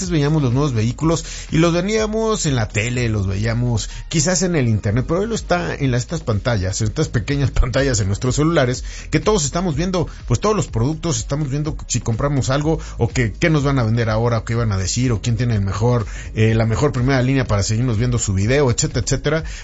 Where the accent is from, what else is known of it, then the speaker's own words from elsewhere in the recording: Mexico; como mexicano, pues hay que admirar a todos los mexicanos